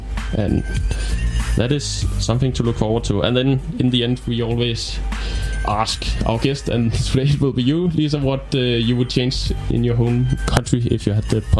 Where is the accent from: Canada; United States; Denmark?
Denmark; I come from Denmark.